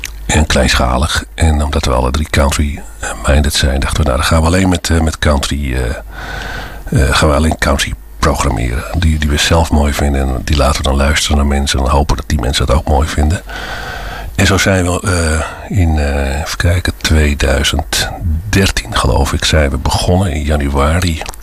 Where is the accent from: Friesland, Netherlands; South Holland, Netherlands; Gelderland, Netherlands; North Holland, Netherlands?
Friesland, Netherlands; Heerenveen; also born or lived in Hallem; now in Oude Leien, Netherlands; 57 jaar, geboren in Hallem, getogen in Heerenveen, woonachtig in Oude Leien, ja.